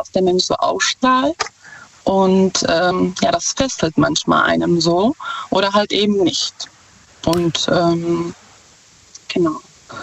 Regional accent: Czechia; German is a second language; Ich komme ursprünglich aus Tschechien.

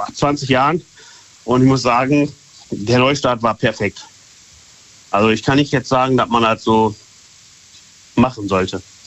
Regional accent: North Rhine-Westphalia, Germany; Ich komme aus NRW.

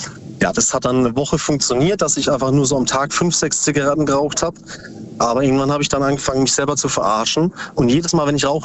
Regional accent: Bruchsal, Baden-Württemberg, Germany; Aus Upstadt Weiher, nee, Bruchsal.

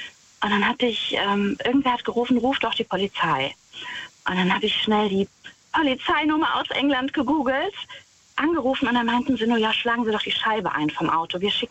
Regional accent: Wittlich, Rhineland-Palatinate, Germany; Ich fahre gleich an der Abtei Himmelroth vorbei. Ich bin aus der Nähe von Wittlich.

